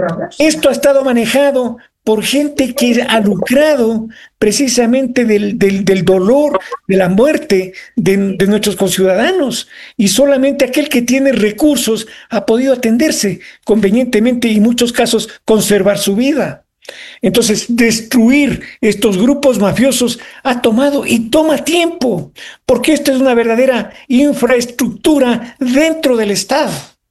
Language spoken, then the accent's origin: Spanish; Ecuador